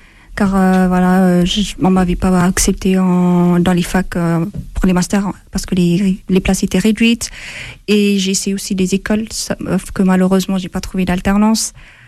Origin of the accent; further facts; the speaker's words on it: Ethiopia; French is a second language; now in France; J'ai 25 ans. Je viens de l'Éthiopie. J'ai suivi mes études, tout le long de... J'ai suivi un cursus français. C'est pour ça que je parle français. Normalement, on ne parle pas français en Éthiopie.